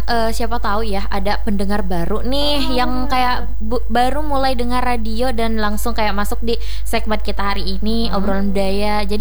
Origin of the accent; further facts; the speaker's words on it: Seruyan, Central Kalimantan, Indonesia; Aku Dayak, tapi Aku kan Dayaknya di Seruyan ya. Kayaknya di Seruyan tuh memang kayak udah agak Melayu-Melayu gitu sih.